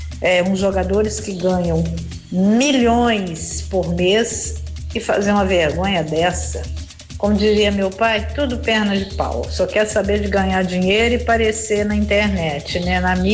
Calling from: Muriaé, Minas Gerais, Brazil; do Bairro Santo Antônio.

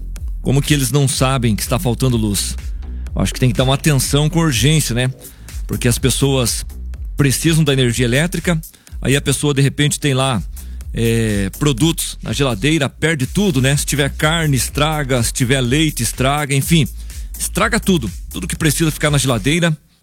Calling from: Lajado Bonito, Paraná, Brazil; eu sou aqui do Lajado Bonito.

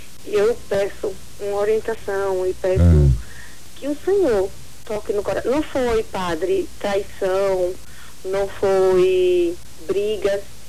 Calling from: Itabaianinha, Sergipe, Brazil; Sou da cidade de Itabaianinha, Sergipe.

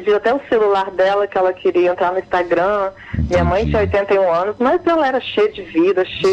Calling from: Guarapari, Espírito Santo, Brazil; Eu falo de Guarapari, no Espírito Santo

